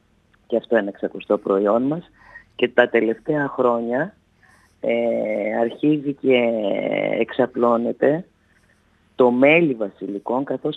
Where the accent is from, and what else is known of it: Vasilika, Central Macedonia, Greece